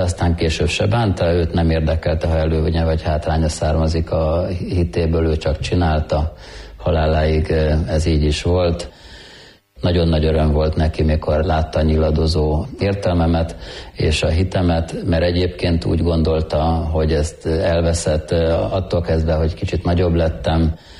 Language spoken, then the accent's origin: Hungarian; Budapest, Hungary; born there; Budapesten születtem. Családom katolikus.